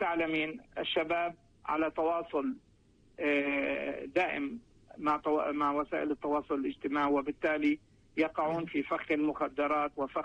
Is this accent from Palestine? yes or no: yes; Palestine; بلدنا فلسطين.